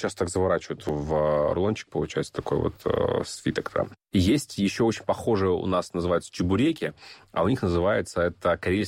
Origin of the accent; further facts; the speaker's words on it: Horlivka, Donetsk Oblast, Ukraine; moved away as an adult; now in Saint Petersburg, Russia; Да, я причем, когда приехал там, да, из Горловки, приехал жить в Питер, для меня она оказалась очень крутой.